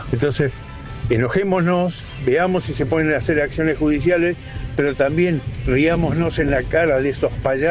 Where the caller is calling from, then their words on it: Bahía Blanca, Buenos Aires Province, Argentina; de Bahía Blanca